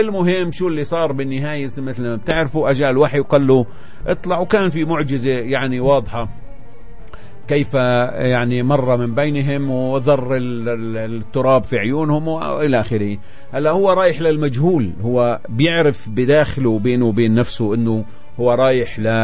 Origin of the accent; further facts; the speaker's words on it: Palestine; إن احنا فلسطينيين